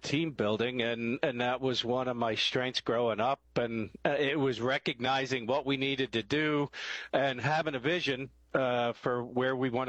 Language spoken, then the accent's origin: English; Pennsylvania, United States; Outside of Philadelphia in rural Pennsylvania, I have three brothers. I am the oldest and the trailblazer.